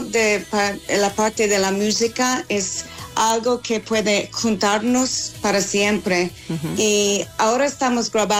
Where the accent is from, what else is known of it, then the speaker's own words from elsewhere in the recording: Dundalk, Leinster, Ireland; En Dundalk. Sí, sí.